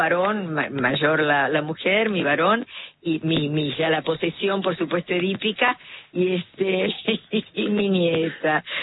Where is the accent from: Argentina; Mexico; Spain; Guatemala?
Argentina; Buenos Aires; born or raised there